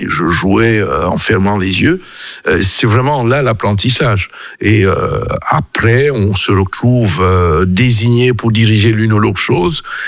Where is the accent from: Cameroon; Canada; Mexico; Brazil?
Cameroon; moved away as an adult; now in Belgium